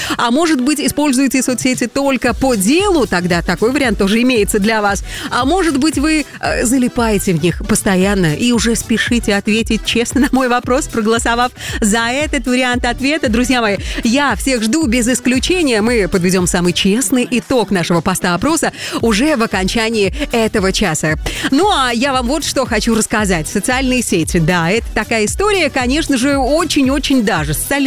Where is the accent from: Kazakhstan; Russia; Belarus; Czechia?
Belarus